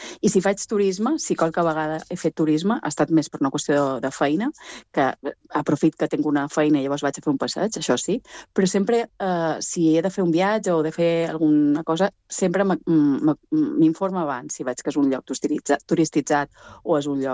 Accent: Mallorca, Balearic Islands, Spain; jo venc de Mallorca

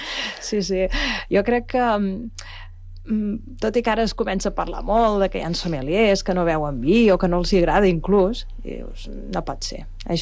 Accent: Valls, Catalonia, Spain; jo sóc de Valls

